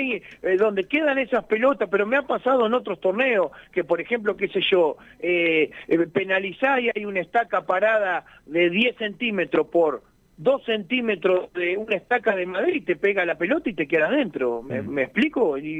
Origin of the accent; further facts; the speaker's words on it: Argentina; y viste cómo somos los argentinos también, ¿viste? Somos exitistas, criticamos.